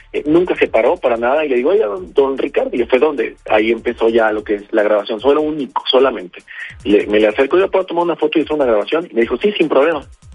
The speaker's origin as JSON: {"language": "Spanish", "region": "Veracruz", "country": "Mexico", "said": "Ahora sí, va, como decimos los veracruzanos."}